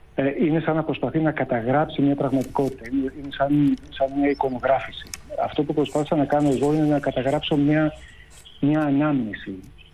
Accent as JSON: {"language": "Greek", "town": "Athens", "region": "Attica", "country": "Greece", "said": "Εγώ είμαι Αθηναίος."}